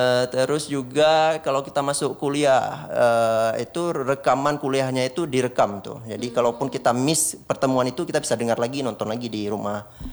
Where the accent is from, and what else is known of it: Indonesia; moved away as an adult; now in Melbourne, Australia